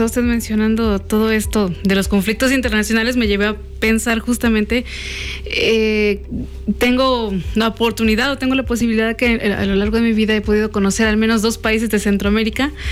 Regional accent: Mexico; si comparo como mexicana mis derechos

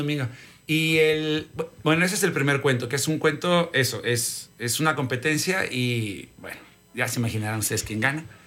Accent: Córdoba, Veracruz, Mexico; soy de Córdoba

